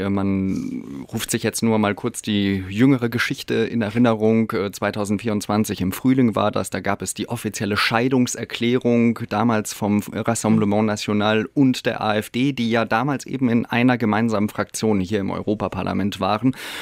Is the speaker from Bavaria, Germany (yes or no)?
yes; Bavaria, Germany; Also ich bin ja aus Bayern und ich kenne nur CSU-Regierungen.